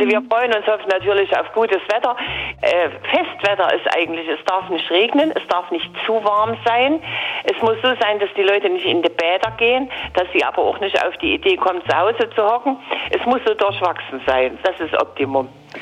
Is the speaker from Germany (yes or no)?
yes; Bad Blankenburg, Thuringia, Germany; also born or lived in Rudolstadt; Geboren bin ich in Rudolstadt, aber wohne seit 1960, also in Bad Blankenburg. Bin also wirklich eine echte Bad Blankenburgerin, auch meine Familie.